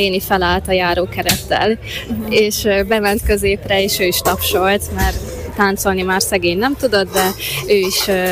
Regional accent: Tekovské Lužany, Nitra Region, Slovakia; moved away; also born or lived in Želiezovce, Slovakia; Én Zselízen születtem, és Nagysallóról származom, ott élnek most is a szüleim.

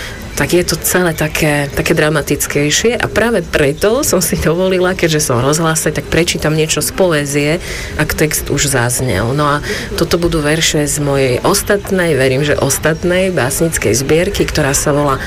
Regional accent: Prešov, Prešov Region, Slovakia; now in Ružomberok, Slovakia; tak vždy napíšem Prešovčiarka Ružomberok, aby to tam teda bolo, lebo stále som Prešovčanka, to sa nedá.

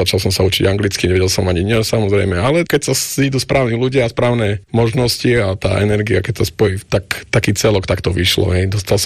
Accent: Poprad, Prešov Region, Slovakia; moved away as an adult

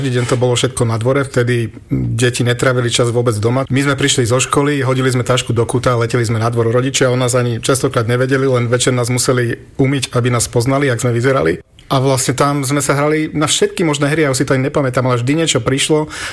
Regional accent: Bratislava, Bratislava Region, Slovakia; sme vyrastali v Bratislave, v staromestských uliciach

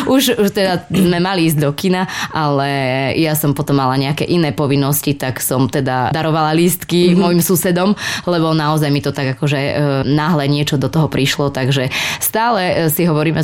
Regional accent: Banská Bystrica Region, Slovakia; hľadali u nás v Helpe, hneď v susednej dedine, pedagóga teda na zástup. No a vlastne riaditeľ oslovil vtedy mňa. Bola som v maturitnom ročníku a mala som 18 rokov.

